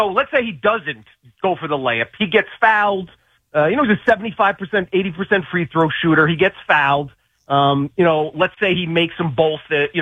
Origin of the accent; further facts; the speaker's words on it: New York, United States; Born and raised on Long Island, I used to read your stuff in Newsday in the mid-90s.